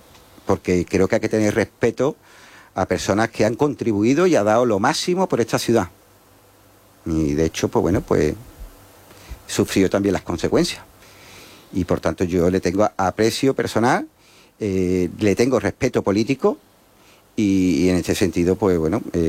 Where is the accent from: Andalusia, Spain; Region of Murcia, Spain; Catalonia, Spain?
Andalusia, Spain; Jerez de la Frontera; Yo soy jerezano, soy andaluz y soy español.